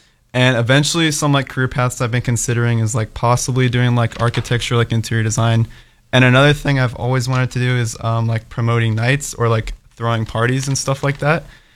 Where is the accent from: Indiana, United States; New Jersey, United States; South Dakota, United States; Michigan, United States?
Indiana, United States; moved away; my hometown in Indiana.